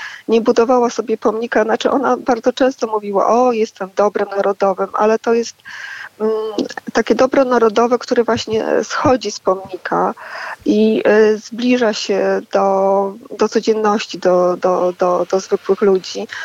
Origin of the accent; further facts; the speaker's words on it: Lubraniec, Kuyavian-Pomeranian Voivodeship, Poland; moved away; Ja pochodzę z miejscowości Lubranic na Kujawach. Jest to mała miejscowość, gdzie żyje około 3000 ludzi. Ja tam się wychowałam, tam skończyłam liceum